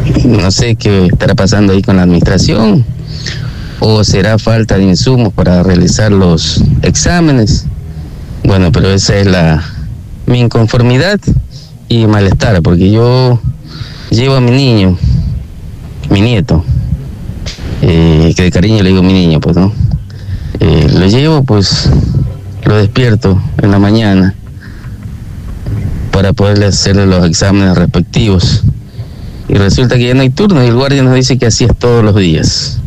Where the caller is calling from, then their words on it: Salinas, Santa Elena, Ecuador; Saludos, Antena Península. Soy un ciudadano del Cantón Salinas.